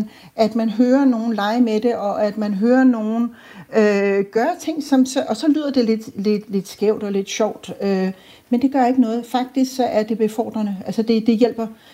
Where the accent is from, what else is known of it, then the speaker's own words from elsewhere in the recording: Albertslund, Capital Region of Denmark, Denmark; jeg voksede op i den del af Danmark, hvor man, hvis man havde en ordentlig antenne, kunne høre svensk. Jeg er fra Albertslund, og der kunne man så... Så mine fætter, de lærte tysk, og jeg lærte svensk.